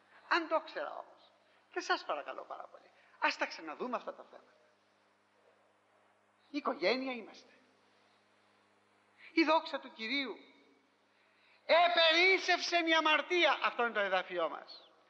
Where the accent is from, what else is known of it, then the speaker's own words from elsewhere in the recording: Greece; Και εντράπηκα σαν Έλληνας.